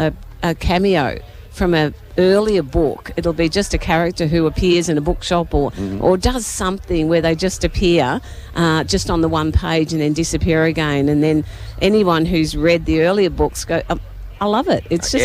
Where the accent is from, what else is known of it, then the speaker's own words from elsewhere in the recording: Montrose, Victoria, Australia; also born or lived in Croydon, Victoria; now in Friendship Gully, Australia; I grew up in Montrose, and I spent a lot of my teenage years in Croydon.